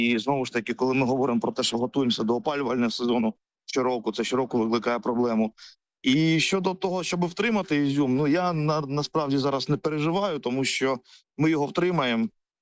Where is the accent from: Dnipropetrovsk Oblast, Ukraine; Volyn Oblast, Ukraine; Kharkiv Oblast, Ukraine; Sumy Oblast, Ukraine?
Dnipropetrovsk Oblast, Ukraine; Pavlohrad; Я сам родом з міста Павлоград